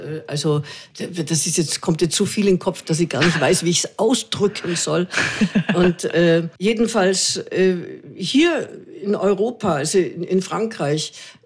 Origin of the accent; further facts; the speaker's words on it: Austria; je suis désolée, je suis autrichienne. Und also es tut mir wahnsinnig leid, aber ich bin Österreicherin.